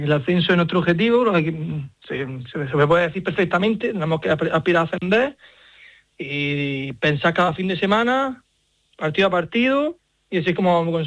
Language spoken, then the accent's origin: Spanish; Almería, Andalusia, Spain; Al final llevo muchos años viviendo en Almería, soy de la Almería y pues la verdad que sí.